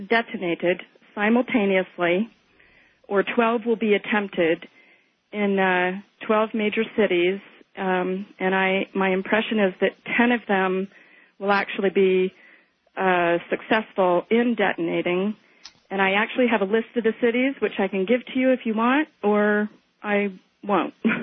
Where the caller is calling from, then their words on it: Hawaii, United States; I'm calling from the Big Island of Hawaii.